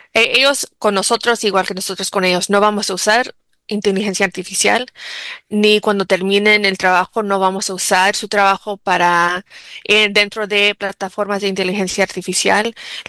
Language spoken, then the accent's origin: Spanish; Chicago, Illinois, United States; Yo crecí en una comunidad en Pilsen, y íbamos a la iglesia en español.